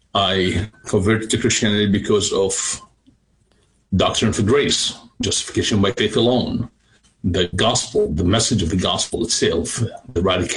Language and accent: English; Jordan; moved away as an adult; also born or lived in Lebanon; now in United States; I'm originally from Jordan. I grew up in Jordan, converted to Christianity when I was 18 years old.